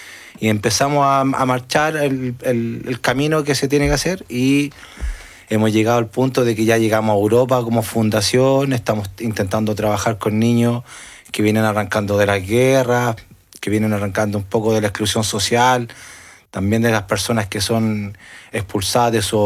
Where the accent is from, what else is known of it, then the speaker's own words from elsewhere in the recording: Chile; Venimos de Chile